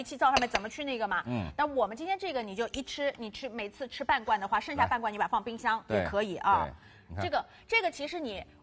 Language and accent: Chinese; Shanghai, China; 我们上海人喜欢的从小吃到大的味道